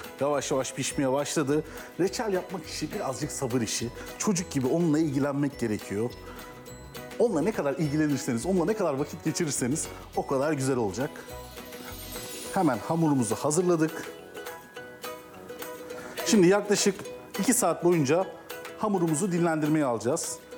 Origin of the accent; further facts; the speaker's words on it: Adana, Turkey; Adanalıyım ben. Adana'da dedemin bahçeleri var.